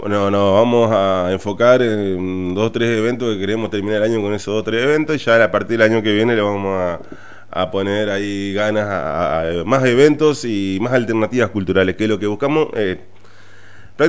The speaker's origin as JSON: {"language": "Spanish", "country": "Argentina", "said": "yo como argentino"}